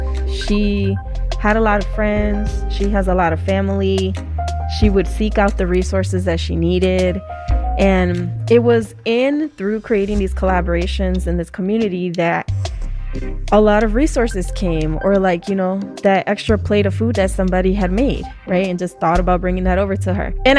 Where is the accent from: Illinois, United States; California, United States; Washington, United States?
Illinois, United States; Chicago; I'm a doula with Chicago Volunteer Doulas, and this is what Chicago sounds like. Born and raised in Chicago